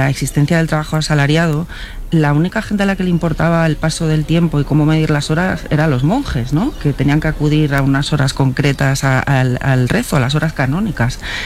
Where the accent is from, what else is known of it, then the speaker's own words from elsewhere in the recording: Ponferrada, Castile and León, Spain; y además que yo soy una parvenu de Ponferrada.